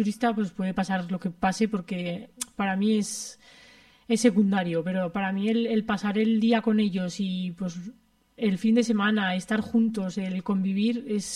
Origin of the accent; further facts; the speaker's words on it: Alfamén, Aragon, Spain; la carretera de mi pueblo, de Alfamén a Calatorao